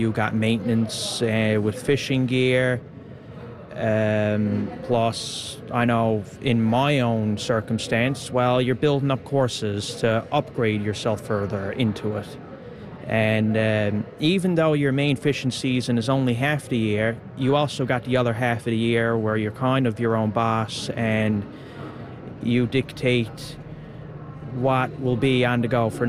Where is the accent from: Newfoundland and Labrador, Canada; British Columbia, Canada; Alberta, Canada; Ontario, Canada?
Newfoundland and Labrador, Canada; Portugal Cove; growing up around Portygrave area, that's all I ever knew was fishing.